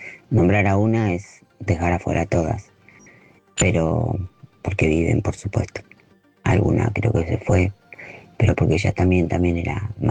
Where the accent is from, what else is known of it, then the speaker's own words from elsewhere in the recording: Verónica, Buenos Aires Province, Argentina; now in Barcelona, Spain; Yo me crié en Verónica, partido de Punta Indio, que en ese momento era partido de Magdalena